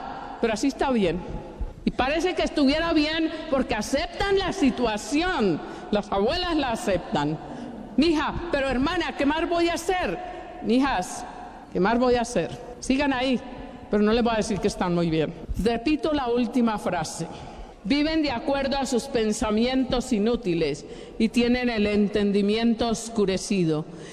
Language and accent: Spanish; Antioquia, Colombia; Somos todos antioqueños en la mayoría